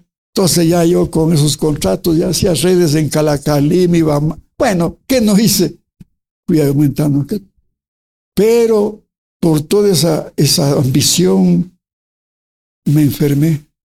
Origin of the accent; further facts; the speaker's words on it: Colombia; moved away; Ya vine de Colombia con esas agallas de ser rico.